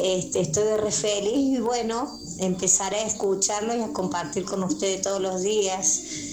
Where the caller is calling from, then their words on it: Córdoba, Argentina; soy de acá de Córdoba.